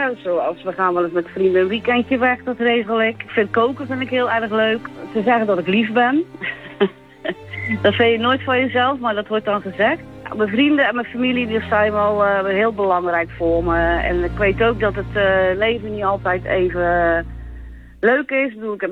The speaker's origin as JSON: {"language": "Dutch", "town": "Dordrecht", "region": "South Holland", "country": "Netherlands", "said": "ik ben een Dordtenaar."}